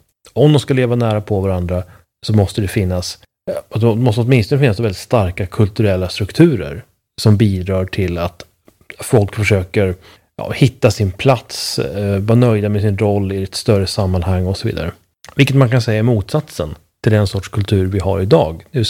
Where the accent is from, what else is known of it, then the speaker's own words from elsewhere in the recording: Sweden; När jag var ung i Sverige, liksom 20-30 år tidigare.